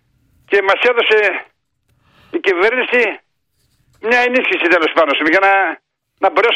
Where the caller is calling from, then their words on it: Thessaly, Greece; Είμαι συγκεκριμένα από ένα χωριό από την Καρδίτσα, Καρδίτσης.